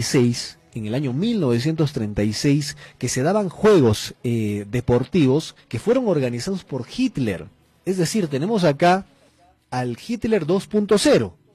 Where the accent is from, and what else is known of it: Peru